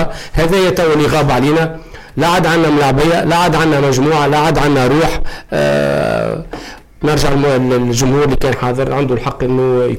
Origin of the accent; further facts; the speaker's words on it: Tunisia; نحن جمهور تونسي